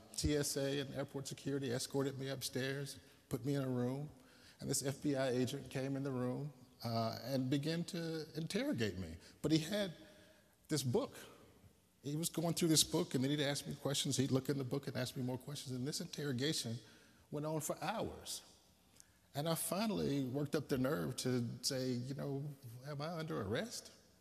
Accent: Mississippi, United States; I grew up black in Mississippi

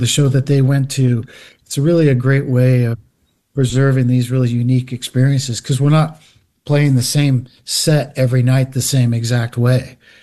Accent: San Francisco Bay Area, California, United States; we come from the San Francisco Bay Area

